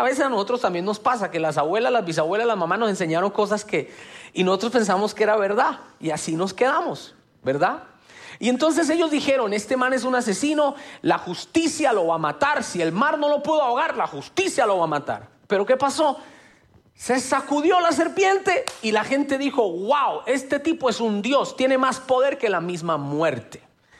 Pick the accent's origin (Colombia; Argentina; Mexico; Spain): Colombia; Bogotá, Bogotá Capital District; No, yo soy de Bogotá, yo soy colombiano, ya se dieron cuenta.